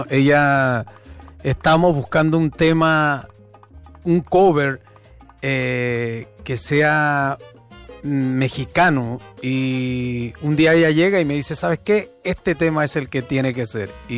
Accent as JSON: {"language": "Spanish", "region": "Lima", "country": "Peru", "lives_now": "Los Angeles, United States", "said": "Y pues como yo soy de Lima, Perú, entonces..."}